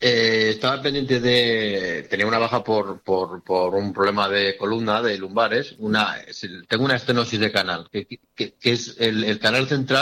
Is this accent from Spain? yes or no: yes; Zaragoza, Aragon, Spain